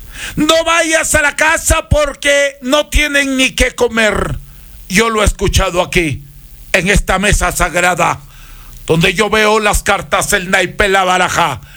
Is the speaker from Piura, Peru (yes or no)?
yes; Huancabamba, Piura, Peru; moved away; Esto lo traigo desde mi tierra natal, Huancabamba, Perú.